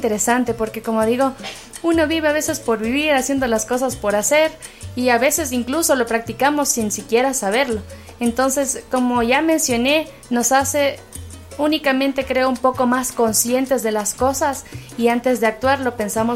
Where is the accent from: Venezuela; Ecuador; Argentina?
Ecuador; el nombre representa nuestra identidad como ecuatorianos